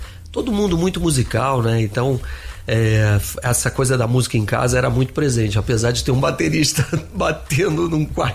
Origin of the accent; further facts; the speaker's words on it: Brasília, Federal District, Brazil; moved away as an adult; also born or lived in Rio de Janeiro; Fui, meu pai foi transferido para lá na época, nós somos cariocas e eu acabei crescendo lá. Eu fui com 3 anos de idade para Brasília. Então, e saí de lá com 21, para voltar para as origens, para o Rio ali.